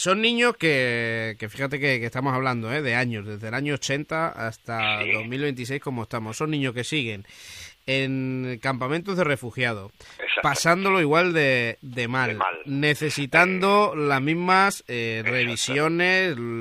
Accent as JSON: {"language": "Spanish", "region": "Extremadura", "country": "Spain", "said": "Y eso que nosotros venimos de Extremadura, que hace calor, pero vamos, no tiene nada que ver."}